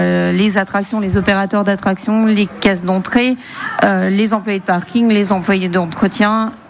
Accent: Bruyères, Grand Est, France; born there; Je suis née à Bruyères.

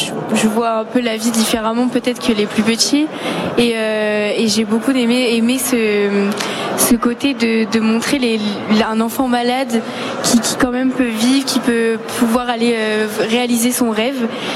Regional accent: Hauts-de-France, France; Moi, je suis d'à côté d'Amiens, donc 20 minutes, et j'ai 17 ans.

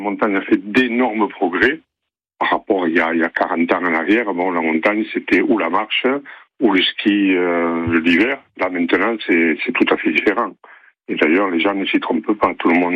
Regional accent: Lamanère, Occitanie, France; moved away as an adult; now in Amélie-les-Bains, France; Moi, je suis natif d'ici, je suis natif de la Manère.

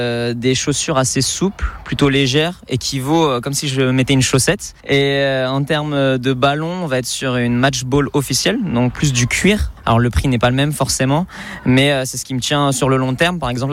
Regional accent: Brétigny-sur-Orge, Île-de-France, France; Je viens tout droit de l'Essonne, plus particulièrement à Brétigny.

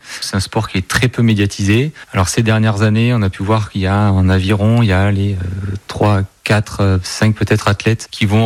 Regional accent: Bergerac, Nouvelle-Aquitaine, France; Je suis originaire de Bergerac et actuellement à la recherche d'un poste chez les sapeurs-pompiers professionnels.

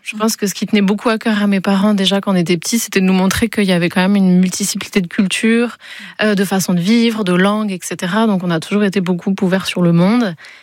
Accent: Poitiers, Nouvelle-Aquitaine, France; born there; moved away as an adult; now in Basque Country, France; je suis née à Poitiers, donc on n'est pas tout à fait au Pays Basque. Mais après, très vite, moi j'ai eu envie de partir. Donc je suis partie faire mes études, j'ai travaillé à l'étranger, je suis revenue, enfin j'ai fait pas mal de choses et j'ai atterri au Pays Basque il y a maintenant 10 ans.

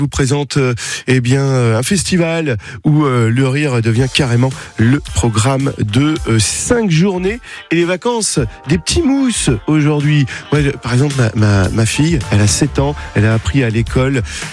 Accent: Île-de-France, France; born there; parce que moi, je suis né dans le Haut-de-Seine.

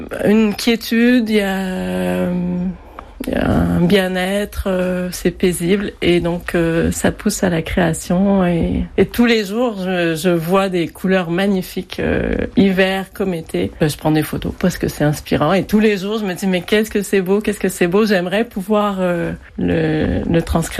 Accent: Montreal, Quebec, Canada; moved away as an adult; now in France; J'ai vécu toute mon enfance à Montréal et j'ai eu envie de découvrir autre chose, de partir à l'aventure. Donc en France, et la vie m'a amenée en Corse. Et donc maintenant ça fait 13 ans.

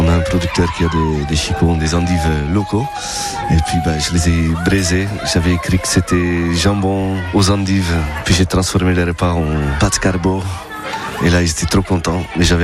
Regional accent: Belgium; now in Périgord, France; en tant que Belge qui a voyagé beaucoup, je me suis arrêté dans le Périgord.

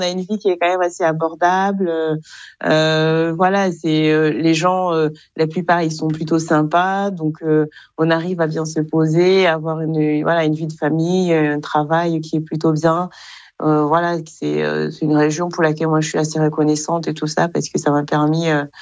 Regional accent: Kigali, Rwanda; moved away as an adult; now in Limousin, France; Alors, moi, je suis née au Rwanda, dans la capitale du Rwanda, Kigali. J'ai été élevée là-bas jusqu'à mes 19 ans. À la fin de mon bac, où je suis venue en France.

